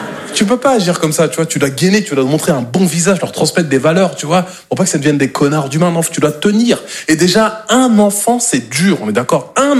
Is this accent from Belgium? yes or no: no; Normandy, France; Moi, je suis normand de base et j'aime pas trop le silence.